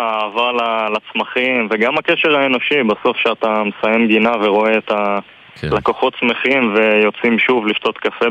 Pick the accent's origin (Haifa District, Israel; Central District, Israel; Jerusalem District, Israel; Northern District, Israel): Northern District, Israel; Kibbutz Dafna; אני גר בקיבוץ דפנה.